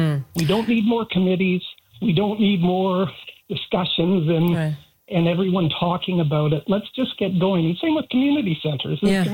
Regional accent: Vancouver, British Columbia, Canada; I grew up in Vancouver. I played soccer back in the late 60s in Vancouver as a kid.

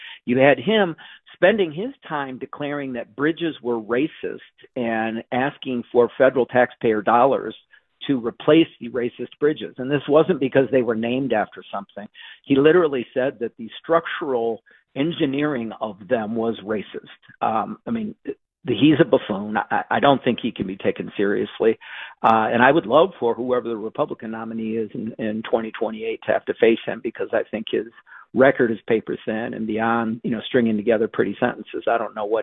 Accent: California, United States; moved away as an adult; I say that as a Californian that fled the state 6 years ago

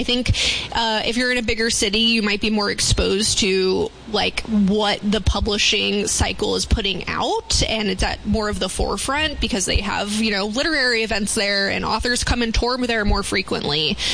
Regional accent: Yuma, Arizona, United States; And I'm from Yuma. I'm a nerd. I'm a reader.

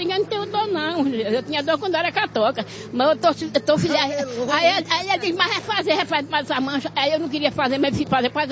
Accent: Paraíba, Brazil; moved away; Eu vim da Paraíba em 2010, morrendo, coração inchado, não tinha médico, tinha nada, tinha cirurgia, eu vim da Paraíba, sofrendo

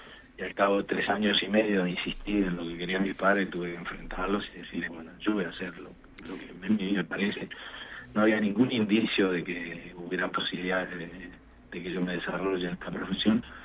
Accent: Paraná, Entre Ríos, Argentina; moved away; yo me fui a mi casa de Paraná, donde yo nací

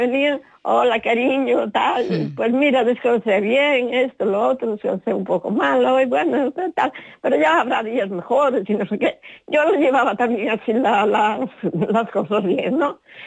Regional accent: Pontevedra, Galicia, Spain; Soy de aquí de Pontevedra, ¿sí? Junto a Pasadón.

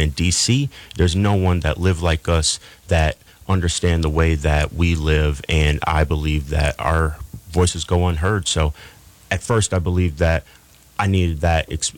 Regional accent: Battle Creek, Michigan, United States; I was born and raised in Battle Creek, just down the road, a lifelong member of the Nottawasippi here in Band of Potawatomi.

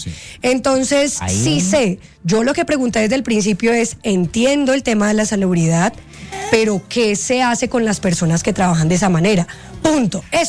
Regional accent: Cali, Valle del Cauca, Colombia; now in Bogotá, Colombia; yo crecí en una plaza de mercado en Cali que se llama Santa Elena.

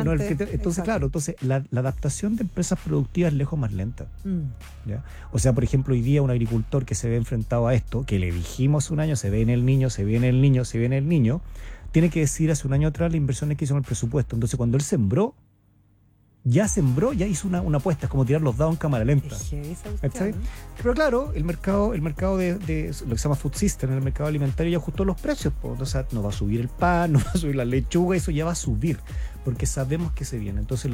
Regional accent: Iquique, Tarapacá, Chile; yo soy de Iquique

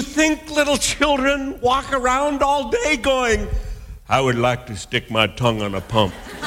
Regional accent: Virginia, Minnesota, United States; I grew up on the Iron Range, Virginia, Minnesota, 30 below zero for 2 weeks in a row.

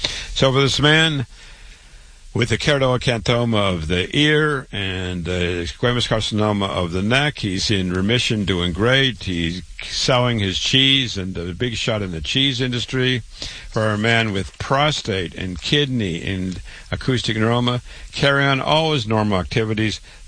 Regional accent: Waterloo, Iowa, United States; I'm a board-certified, triple board-certified cancer doctor. I was born and raised in Waterloo, Iowa.

